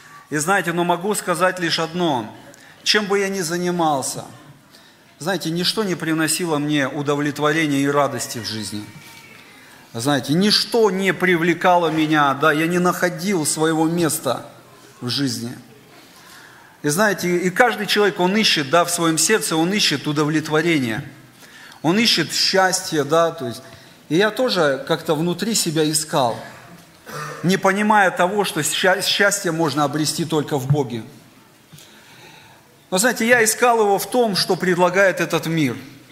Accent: Novosibirsk, Novosibirsk Oblast, Russia; moved away as an adult; now in Volgograd, Russia; Сам я родом из Новосибирска. Это город, это Сибирь, это такой, как столица Сибири, можно сказать, да, то есть около 20 лет я прожил там.

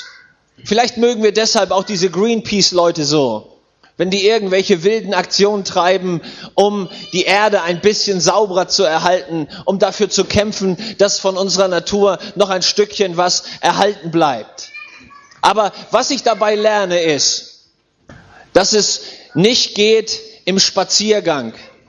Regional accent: Schleswig-Holstein, Germany; Als Junge in Schleswig-Holstein aufgewachsen

